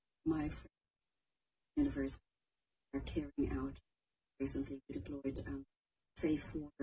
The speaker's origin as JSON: {"language": "English", "town": "Bogo", "region": "Central Visayas", "country": "Philippines", "moved": "yes", "lives_now": "Sydney, Australia", "said": "I'm from Chatswood, Sydney, Australia. But originally I am from Bogot City, location of the 6.9 earthquake Cebu surrounding."}